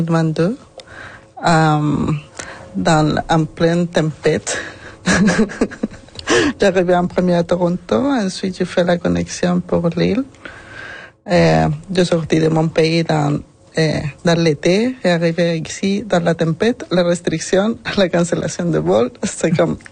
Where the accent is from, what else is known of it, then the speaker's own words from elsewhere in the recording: Santiago, Santiago Metropolitan Region, Chile; moved away as an adult; now in Prince Edward Island, Canada; Oui, je viens de la grande ville de Santiago. Tu peux comprendre que c'est vraiment différent.